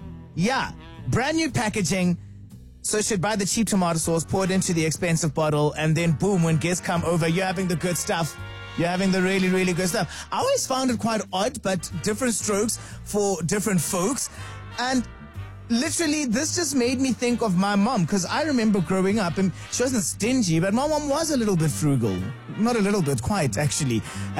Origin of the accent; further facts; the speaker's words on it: Brackenhurst, Gauteng, South Africa; And also, I grew up in Brackenhurst, Bracken Downs, so we had all those shopping stores over there.